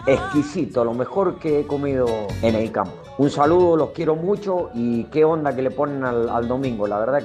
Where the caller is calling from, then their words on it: Godoy Cruz, Mendoza, Argentina; de Godecruz.